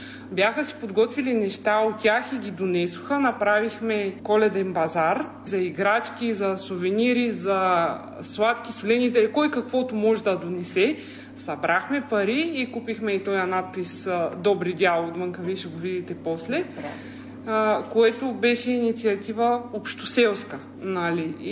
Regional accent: Strelcha, Pazardzhik Province, Bulgaria; Като не съм родом от Добри дял, а съм от Средногорието, Стрелча, сърцето на Средна гора.

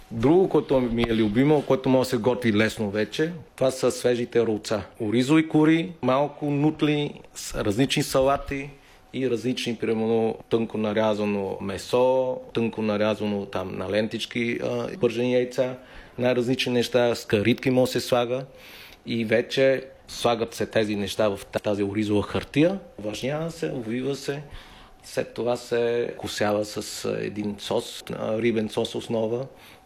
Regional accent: Northern Vietnam, Vietnam; accent: northern dialect; Bulgarian is a second language; now in Bulgaria; И аз като виетнамец, и аз като българин. И нека да не се налага човек да емигрира. Защото тежи на мен като емигрант.

